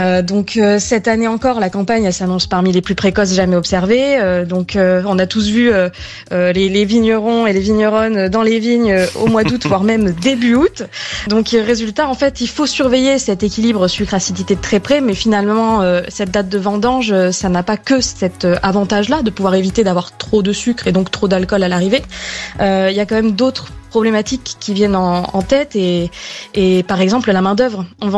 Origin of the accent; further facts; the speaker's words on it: Bordeaux, Nouvelle-Aquitaine, France; Bordeaux aussi, qui est ma région d'origine. Donc c'est vrai que je suis particulièrement attachée à leur sort.